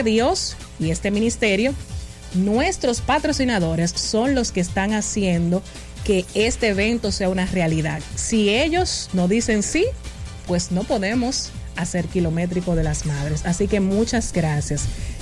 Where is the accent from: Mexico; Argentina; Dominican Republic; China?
Dominican Republic; somos dominicanos